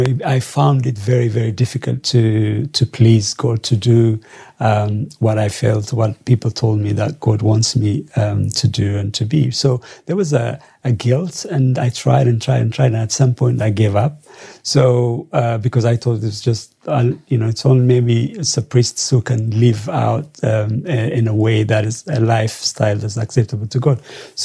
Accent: Addis Ababa, Ethiopia; born or raised there; also born or lived in Jimma; now in United Kingdom

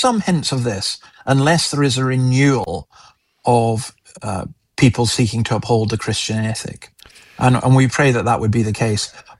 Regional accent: Scotland, United Kingdom; I'm actually quite opinionated and I'm Scottish

